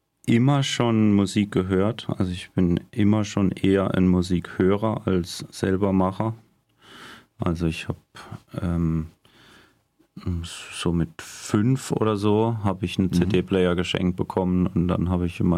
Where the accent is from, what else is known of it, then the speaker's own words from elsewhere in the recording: Simonswald, Baden-Württemberg, Germany; Nee, ich bin in Simonswald aufgewachsen. Das ist so 30 Kilometer nordöstlich von Freiburg